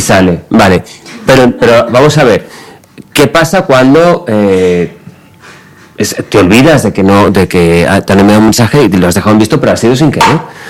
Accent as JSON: {"language": "Spanish", "region": "Valencian Community", "country": "Spain", "said": "Siendo yo valenciano es una expresión complicada."}